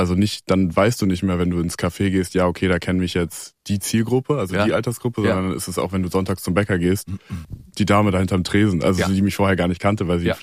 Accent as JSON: {"language": "German", "town": "Melsungen", "region": "Hesse", "country": "Germany", "tie": "born or raised there", "said": "In Kassel, also Nähe Kassel, Melsungen heißt das."}